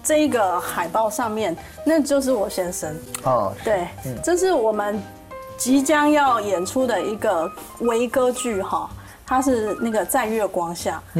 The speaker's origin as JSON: {"language": "Chinese", "country": "Taiwan", "moved": "yes", "said": "他没看出我是台湾人，他以为我是日本人"}